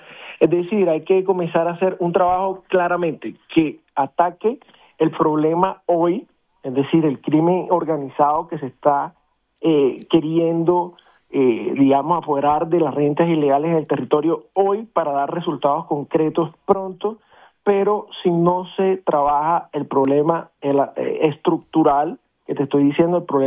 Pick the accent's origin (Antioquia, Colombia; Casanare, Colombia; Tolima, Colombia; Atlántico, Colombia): Atlántico, Colombia; Barranquilla; Yo, como barranquillero que vivo en la ciudad, que crecí en Barranquilla, que amo mi ciudad